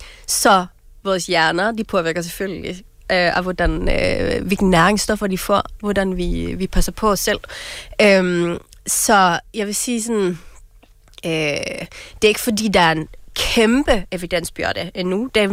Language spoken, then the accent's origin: Danish; Norway; Danish is a second language; moved away as an adult; now in Denmark; jeg kommer oprindeligt fra Norge. Jeg har boet her i en 15 års tid